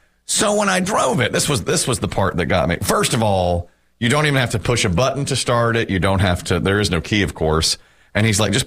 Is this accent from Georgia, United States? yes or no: yes; Ashburn, Georgia, United States; Wayne Thomas Chevrolet in Ashburn, my hometown, is considering doing some advertising.